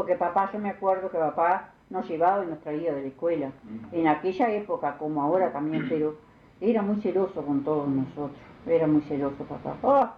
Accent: Vergara, Treinta y Tres, Uruguay; born there; Nací acá en Vergara.

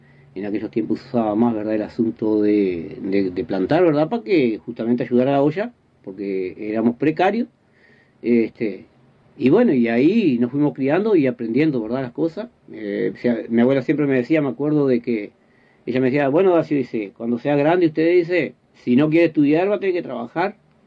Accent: Vergara, Treinta y Tres, Uruguay; born there; yo nací en Vergara, departamento 33 acá, ¿verdad? Nací en casa, vamos a decir, no nací en el hospital, nací en casa

